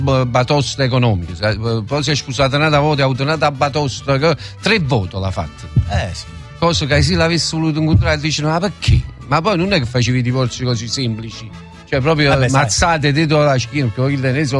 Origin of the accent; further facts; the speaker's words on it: Naples, Campania, Italy; sono italiano, sono napoletano. Anzi, non sono neanche napoletano, perché per i napoletani sono i secondigliani e per chi le secondigliane, i sono chi le miane. Chi le miane, sono chi le caprichine. Quindi non si sa di dove sono.